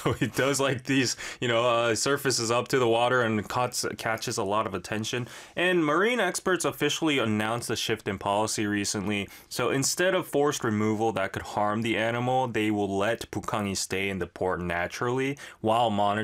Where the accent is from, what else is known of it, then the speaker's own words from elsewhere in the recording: Busan, South Korea; I think everyone I know around me that lives in Busan, I'm originally from Busan, right, have gone to see Bukkangi.